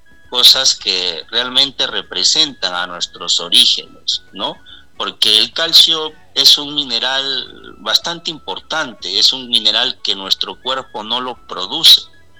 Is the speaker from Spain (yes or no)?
no; Peru